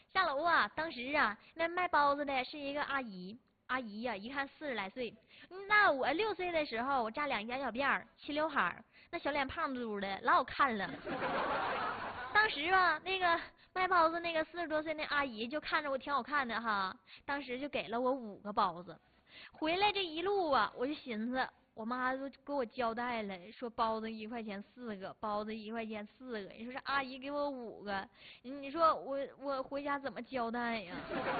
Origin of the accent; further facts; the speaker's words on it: Daqing, Northeast China, China; 但是不是在咱大庆，是在哈尔滨。那哈尔滨的话离咱也不远呢